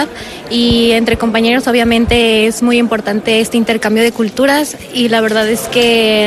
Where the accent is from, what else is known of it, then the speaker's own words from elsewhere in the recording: Mexico; moved away as an adult; now in León, Spain; Como mexicana me siento muy segura aquí en León